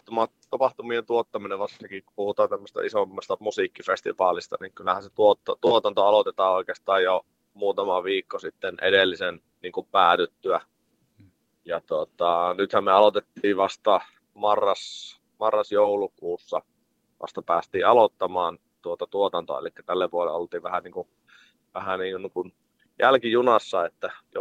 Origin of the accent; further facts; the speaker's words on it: Iisalmi, North Savo, Finland; moved away; olen Iisalmesta kotoisin ja mun vanhemmat asuu edelleen siellä